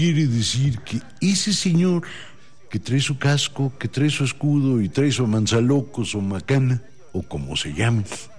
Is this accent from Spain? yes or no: no; Mexico